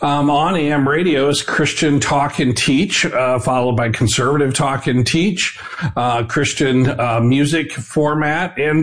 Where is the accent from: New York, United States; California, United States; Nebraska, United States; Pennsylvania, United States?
Nebraska, United States; I grew up in Nebraska, the Midwest. AM radio was a staple.